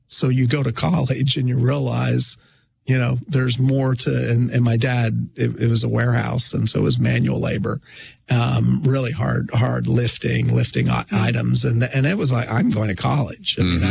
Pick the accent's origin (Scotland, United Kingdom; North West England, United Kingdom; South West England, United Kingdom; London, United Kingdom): Scotland, United Kingdom; I'm not going to offend the French. I'm Scottish. I just declared my allegiance.